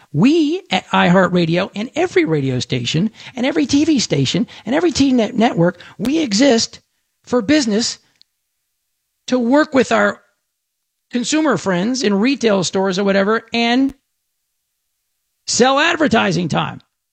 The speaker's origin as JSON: {"language": "English", "region": "Texas", "country": "United States", "said": "I'm an American. I am a Texan."}